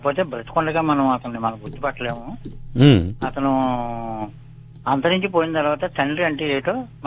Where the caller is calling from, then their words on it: Kakinada district, Andhra Pradesh, India; మాది కాకినాడ జిల్లా దుర్గారావు అనవరం దగ్గర సార్.